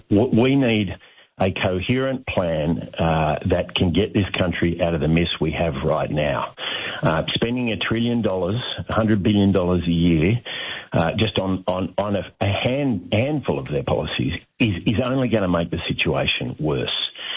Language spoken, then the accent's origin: English; New South Wales, Australia; I'm not from Victoria, obviously. I'm from New South Wales. But watching it from the north, I mean, it's extraordinary.